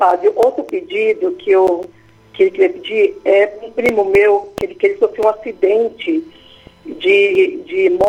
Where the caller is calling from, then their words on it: São Paulo, Brazil; Eu falo aqui de Itaquera, São Paulo.